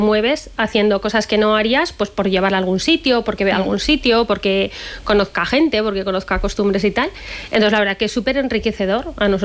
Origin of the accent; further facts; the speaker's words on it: Aragon, Spain; moved away as an adult; now in Logroño, Spain; nosotros vivimos desde hace 18 años aquí, en Logroño, pero somos maños.